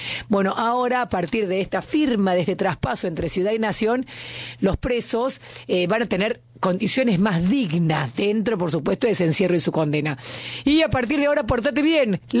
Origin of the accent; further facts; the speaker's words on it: Buenos Aires, Argentina; como ciudadana, como periodista y como porteña.